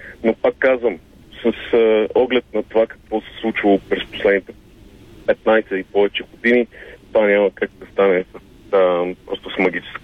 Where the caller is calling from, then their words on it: Sofia, Sofia City, Bulgaria; от София съм